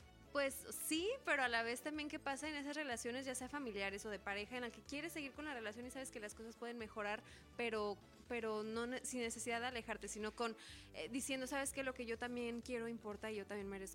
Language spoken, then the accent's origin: Spanish; Irapuato, Guanajuato, Mexico; Soy de Guanajuato, de Irapuato